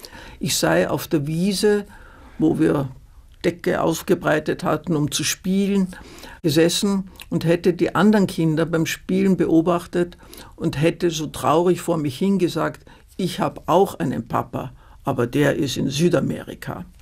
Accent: Vienna, Austria; also born or lived in Bavaria; Und so bin ich in Wien aufgewachsen. Und die Tatsache, dass wir eben keine gebürtigen Wiener waren

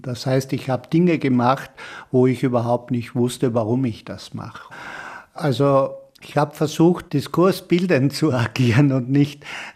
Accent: Carinthia, Austria; dass ich in Kirchhoff Mountain in Kärnten, wo ich herkomme, der Erbe meiner Tante bin.

